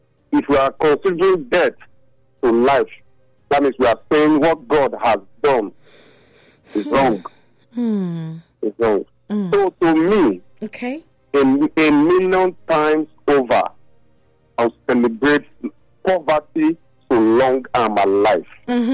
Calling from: Benin; I'm calling from Benin.

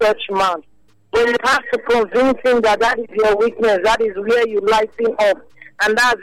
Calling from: Benin City, Edo, Nigeria; I'm calling from Benin.

